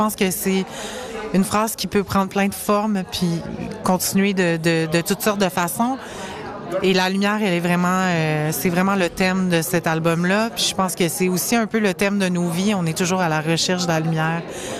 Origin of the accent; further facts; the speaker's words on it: Quebec City, Quebec, Canada; je suis originaire de la ville de Québec.